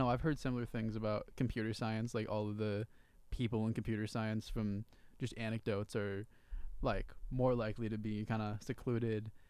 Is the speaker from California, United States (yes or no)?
yes; Santa Barbara, California, United States; moved away; I'm from Santa Barbara.